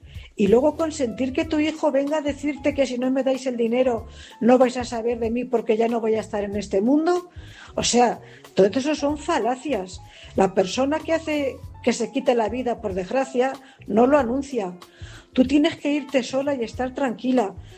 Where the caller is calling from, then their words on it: Cuenca, Castilla-La Mancha, Spain; corresponsal de Cuenca.